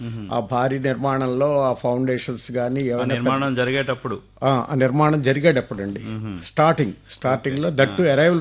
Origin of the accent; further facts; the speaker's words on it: Mungandagraharam, Andhra Pradesh, India; మా స్వగ్రామం తూర్పుగోదావరి జిల్లా అంబాజీపేట సమీపంలోని పండిత జగన్నాథరాయల స్వగ్రామమైన ముంగండగ్రహారం అండి.